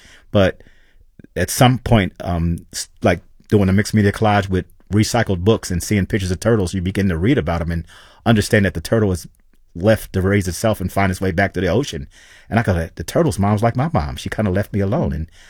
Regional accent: New Jersey, United States; I'm from New Jersey where we have beaches and boardwalk and sand, but I like home and I like watching people tell stories.

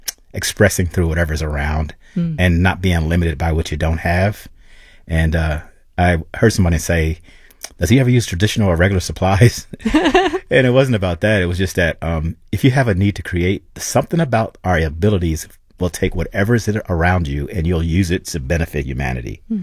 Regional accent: New Jersey, United States; I'm from New Jersey where we have beaches and boardwalk and sand, but I like home and I like watching people tell stories.

